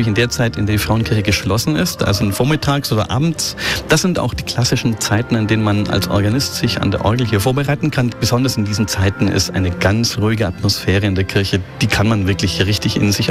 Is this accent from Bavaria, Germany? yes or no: yes; Neuendettelsau, Bavaria, Germany; moved away as an adult; also born or lived in Nuremberg / Bayreuth / Lübeck; now in Dresden, Germany; ich bin in Nürnberg geboren am 2. Dezember. Ich bin also ein Nürnberger Christkind, wenn man so sagen möchte und bin dann im Umland aufgewachsen in Neuendettelsau